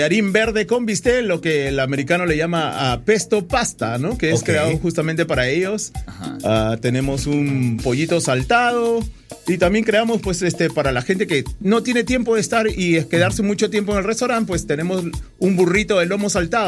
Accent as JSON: {"language": "Spanish", "country": "Peru", "said": "La especialidad de la casa, como todo peruano, tenemos nuestro lomo saltado"}